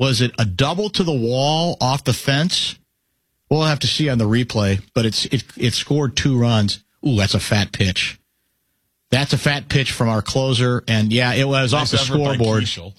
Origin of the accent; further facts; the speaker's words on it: Lincoln, Nebraska, United States; moved away; I grew up in Lincoln, Nebraska, became a Vikings fan at a very early age because of the heavy coverage they received on our local CBS affiliate.